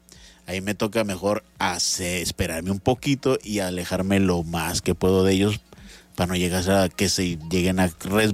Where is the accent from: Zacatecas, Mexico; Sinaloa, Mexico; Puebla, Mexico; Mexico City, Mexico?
Sinaloa, Mexico; Mazatlán; now in Tijuana, Mexico; para no poner a mi pueblo como ejemplo, Mazatlán